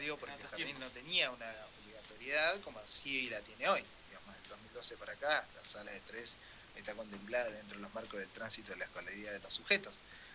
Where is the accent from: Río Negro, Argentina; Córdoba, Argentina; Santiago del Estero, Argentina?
Río Negro, Argentina; Luis Beltrán; Sí, pero real, de los nacidos de verdad en el hospital de Luis Beltrán y criado en este pueblo.